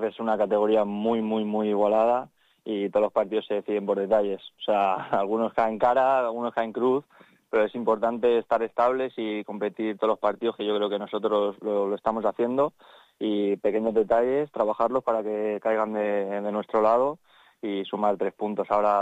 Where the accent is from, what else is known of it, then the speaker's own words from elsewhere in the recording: San Juan de Alicante, Valencian Community, Spain; also born or lived in Mutxamel; Empecé ahí en un equipo de mi pueblo, en San Juan, que ahora es el Intercity, cambiaron de nombre.